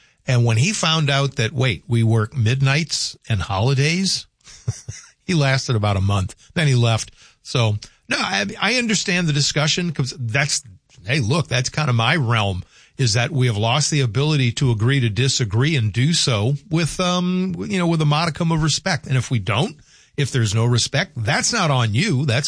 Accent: Louisiana, United States; I'm from Louisiana.

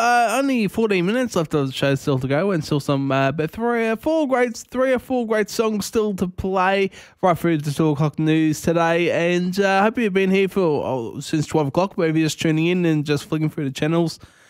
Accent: Cranbourne, Victoria, Australia; Of course, I grew up in Cranbourne, born in Dandenong Hospital.

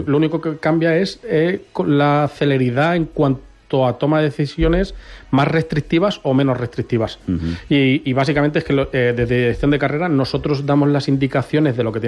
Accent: Albacete, Castilla-La Mancha, Spain; es un orgullo para nosotros que somos de Albacete.

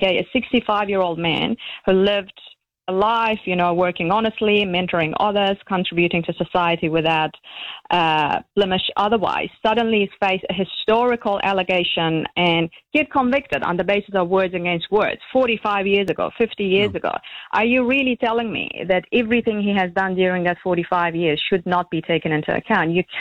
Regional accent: Iran; moved away; you know, I grew up on Iran, and defendants' rights there conditional upon a state approval.

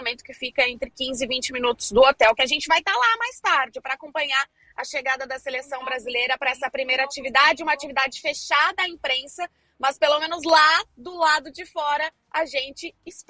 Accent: São João da Boa Vista, São Paulo, Brazil; Eu não sou mineira, mas eu sou quase, uai. Eu tenho um pezinho lá em Minas Gerais, porque minha São João da Boa Vista fica quase na divisa com Minas Gerais

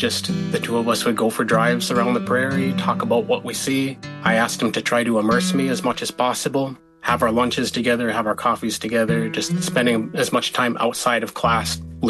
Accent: Red Lake, Minnesota, United States; also born or lived in Ponemah; now in Fond du Lac Reservation, United States; I come from the Eagle Clan at Red Lake. My family comes from the community of Obashing, Panema, as well as Cass Lake over at Leech Lake. And I've been living here at Fond du Lac Reservation for about 10 and a half years now.

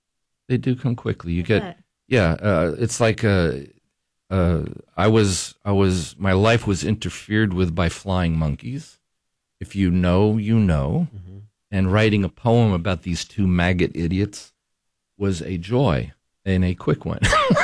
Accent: Kentucky, United States; born there; my home state here

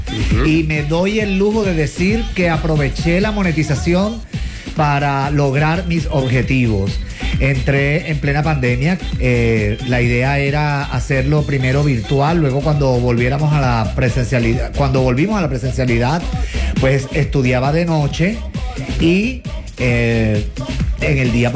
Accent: Cartagena, Bolívar, Colombia; lo hice porque era una manera de manifestarme en medio de mi ciudad, Cartagena. Soy cartagenero

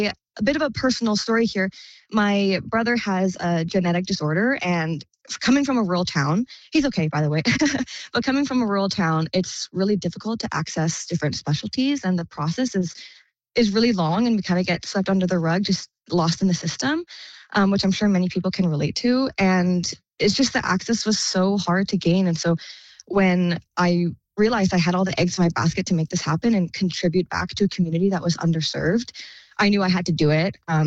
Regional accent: Cranbrook, British Columbia, Canada; So I'm originally from Cranbrook. I was raised here. And so I've always loved small communities.

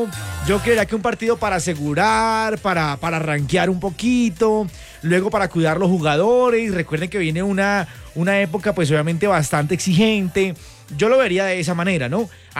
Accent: Colombia; decimos como colombianos

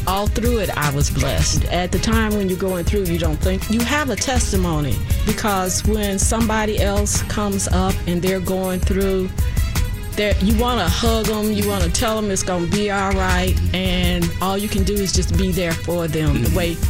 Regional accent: Chesapeake, Virginia, United States; I'm from Chesapeake, Virginia.

